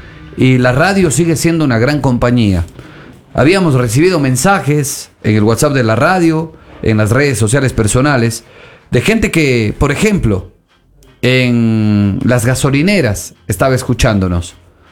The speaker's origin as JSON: {"language": "Spanish", "country": "Ecuador"}